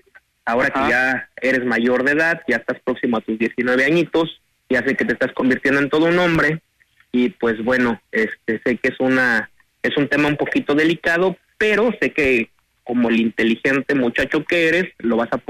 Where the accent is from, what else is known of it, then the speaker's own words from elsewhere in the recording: Michoacán, Mexico; now in Tijuana, Mexico; yo soy el que salí corriendo allá de Michoacán. Y vine acá para Tijuana.